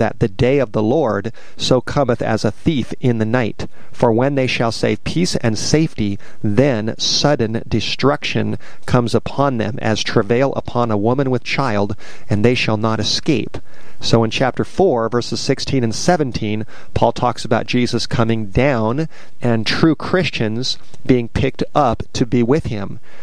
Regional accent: Studio City, California, United States; I grew up in Studio City of Southern California, and I tell you, the city that I lived in was not a holy city.

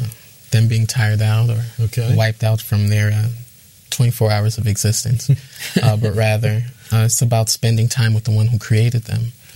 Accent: Boston, Massachusetts, United States; I'm born and raised in America. Boston, Massachusetts.

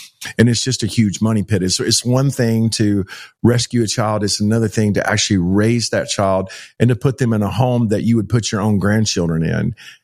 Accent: Joshua, Texas, United States; So I grew up about 10 miles from you in Keene. I grew up in Joshua, Texas.

